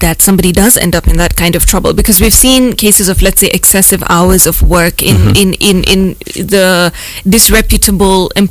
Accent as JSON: {"language": "English", "country": "Kenya", "said": "For me, as a Kenyan"}